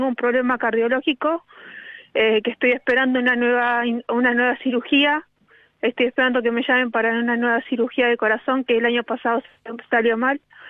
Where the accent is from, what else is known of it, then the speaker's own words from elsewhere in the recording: Neuquén, Argentina; No, viví en Neuquén Capital. Soy neuquina de corazón.